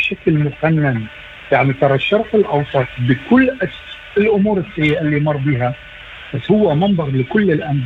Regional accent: Iraq; now in Preston, Sydney, Australia; احنا من احنا صغار في مدارسنا، أنا بالعراق كنا نقرأ تاريخ أوروبا، نقرأ تاريخ العالم

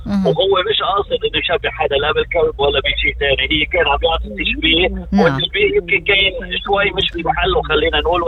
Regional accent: Lebanon; مش بس عندنا بلبنان، حتى بإسرائيل صارت، بأمريكا صارت

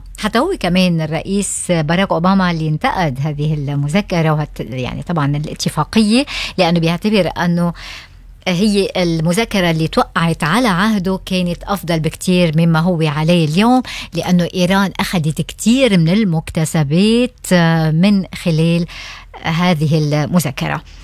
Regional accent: Lebanon; عنا بلبنان

